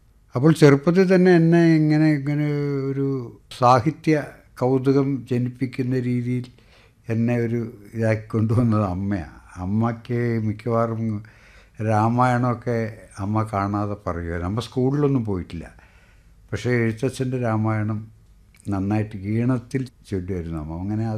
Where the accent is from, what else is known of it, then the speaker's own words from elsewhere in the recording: Thuravoor, Kerala, India; also born or lived in Kozhikode; എന്റെ ബാല്യം ആലപ്പുഴയിൽ ചേർത്തല തുറവൂരായിരുന്നു. അവിടെ Thuravoor U P school, T D high school എന്നിവിടങ്ങളിലായിരുന്നു വിദ്യാഭ്യാസം.